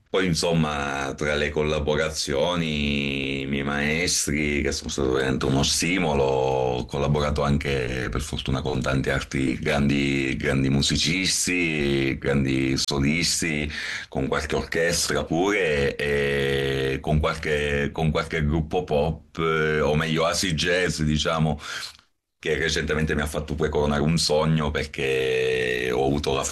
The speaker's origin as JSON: {"language": "Italian", "region": "Sicily", "country": "Italy", "said": "è legato alla mia terra, si evince questo concetto di sicilianità"}